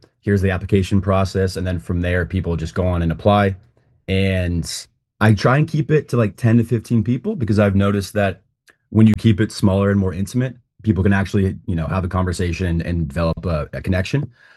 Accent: Arizona, United States; now in Chicago, United States; I grew up in Arizona, and you always hear when you're a kid, you know, the Midwest is very open and friendly.

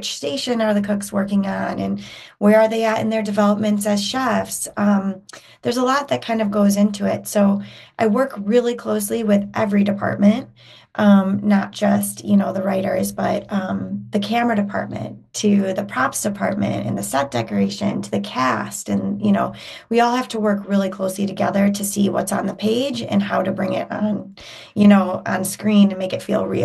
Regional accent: Chicago, Illinois, United States; I mean, Chris and, you know, we have another brother, and I grew up in Chicago.

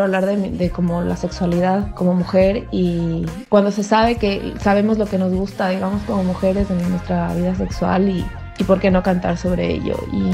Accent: Ecuador; now in Barcelona, Spain; solista ecuatoriana en Barcelona

